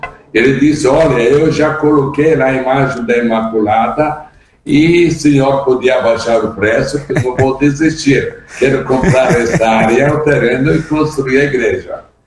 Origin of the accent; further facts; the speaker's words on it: Poland; born there; Portuguese is a second language; E eu nasci na Polônia, dia 20 de janeiro de 1947.